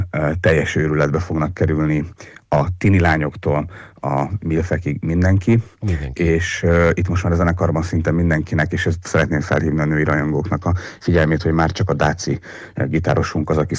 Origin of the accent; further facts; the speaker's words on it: Érsekvadkert, Nógrád, Hungary; Egyébként mi egy faluból származunk, szóval minden komoly ember Érsekvadkerten, Nógrád megyében születik és nő fel.